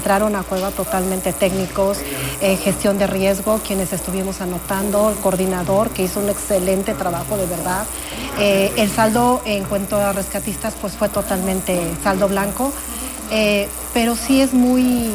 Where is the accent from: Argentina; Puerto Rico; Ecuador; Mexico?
Mexico; la unión como buenos mexicanos